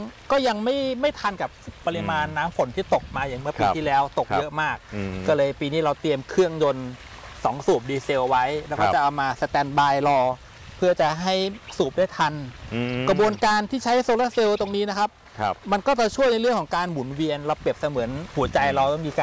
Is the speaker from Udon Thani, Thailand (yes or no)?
no; Nonthaburi, Thailand; เราก็โตที่นนทบุรีเราอยู่กับสวนผลไม้มาเราอยู่กับการที่ปลูกผักมา